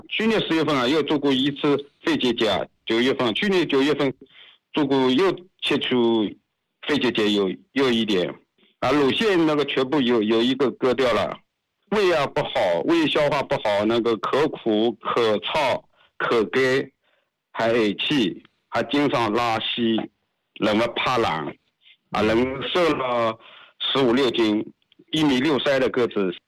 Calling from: Taizhou, Zhejiang, China; 我是台州人啊。

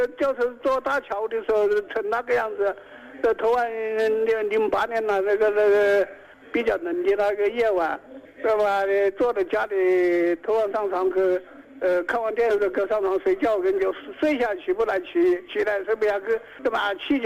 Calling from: Jingzhou, Hubei, China; 荆州地区的一个。

